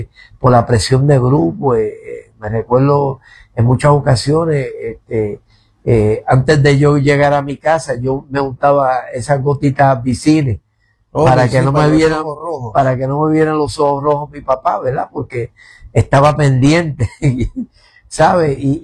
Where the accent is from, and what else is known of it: Puerto Rico; born there; also born or lived in New Jersey, United States